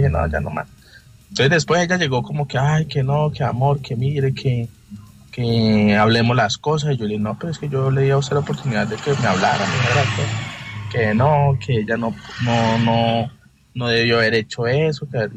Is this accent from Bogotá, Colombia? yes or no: no; Neiva, Huila, Colombia; Pues resulta que nosotros somos de Neiva.